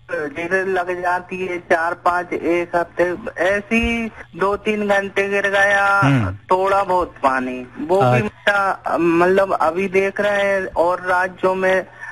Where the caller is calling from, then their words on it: Vidisha, Madhya Pradesh, India; MP Vidisha से बात कर रहा हूँ सर।